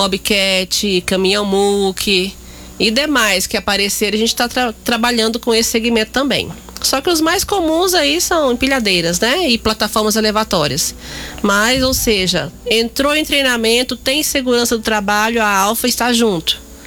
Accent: Guarulhos, São Paulo, Brazil; born there; moved away; Como eu sou original de São Paulo

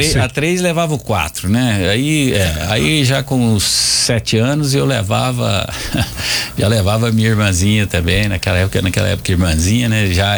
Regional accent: Anápolis, Goiás, Brazil; born there; Eu lembro quando eu era garoto, eventualmente, eu vinha lá do Campo Limpo

